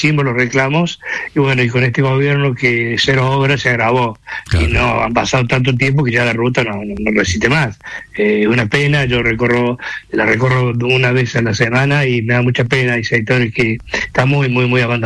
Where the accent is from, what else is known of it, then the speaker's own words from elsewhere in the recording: Punilla, Córdoba, Argentina; los punillenses que habitamos este querido departamento